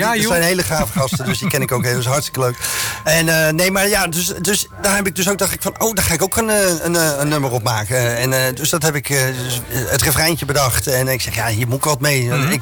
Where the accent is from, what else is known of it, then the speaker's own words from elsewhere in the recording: Rotterdam, South Holland, Netherlands; born there; now in Moordrecht, Netherlands; Nee, ik ben wel een Rotterdammer. Ik ben geboren in Rotterdam. En woon nu in een gezellige kleine plaatsje. Moordrecht.